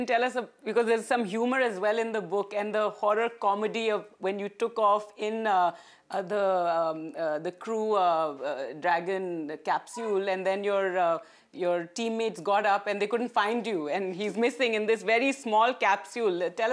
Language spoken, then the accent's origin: English; Dehradun, Uttarakhand, India; Dehradun, which incidentally is my hometown